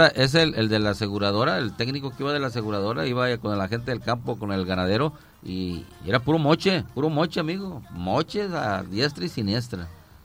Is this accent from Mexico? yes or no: yes; Pueblo Juárez, Mexico; el ejido de donde yo soy originario, que es de Pueblo Juárez